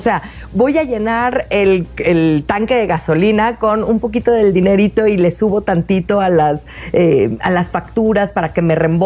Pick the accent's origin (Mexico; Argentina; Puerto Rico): Mexico; si lo queremos ver como mexicanos